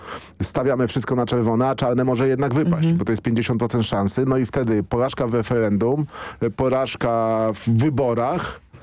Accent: Płock, Masovian Voivodeship, Poland; my jesteśmy z Płocka, a nie z Krakowa.

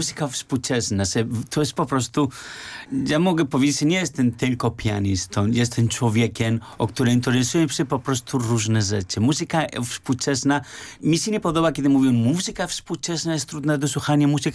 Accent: Agoncillo, La Rioja, Spain; Polish is a second language; moved away as an adult; also born or lived in Kraków, Poland / Katowice, Poland / Warsaw, Poland; now in Switzerland; Dlatego przyjechałem z Hiszpanii do Polski. Ja urodziłem się w takiej bardzo małej miejscowości, o której się nazywa Agoncillo, to jest moja wieś. Ma 1000 mieszkańców, rolnicy mieszkają przede wszystkim tam

